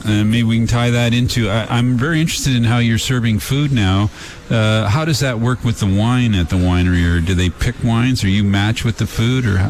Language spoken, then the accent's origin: English; Hamilton, Ontario, Canada; Oh, okay. Well, I grew up in Hamilton 50 years ago, so I guess I can I can help you out there.